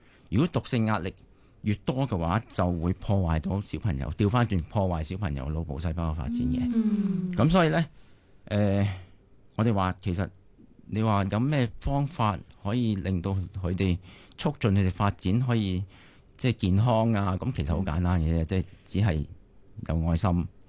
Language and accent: Cantonese; China; 其實證明咗我哋中國人個至理名言啦，就係三歲定八十。